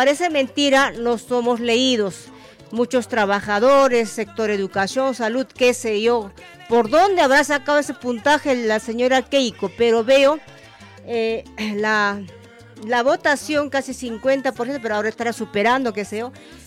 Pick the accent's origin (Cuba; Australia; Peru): Peru; Los peruanos no reflexionamos